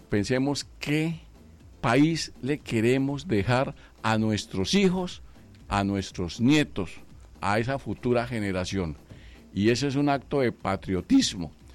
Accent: Colombia; Somos los colombianos

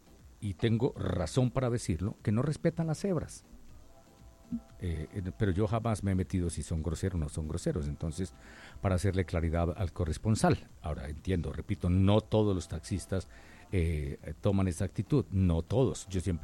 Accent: Villavicencio, Meta, Colombia; Somos ciudadanos de Villavicencio, nosotros también importamos la ruralidad. Hace parte de Villavicencio y también merece tener seguridad, servicios públicos y atención.

